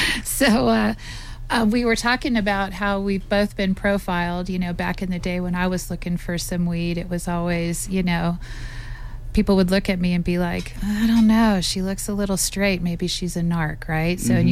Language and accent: English; Florida, United States; now in Norwood, United States; Bren and I spent time in Florida. I grew up in Florida.